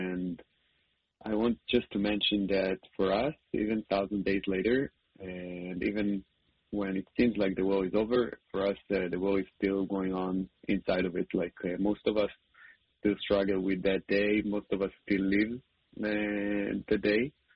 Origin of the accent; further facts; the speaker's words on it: Holon, Tel Aviv District, Israel; the club that he goes in Holon, my hometown.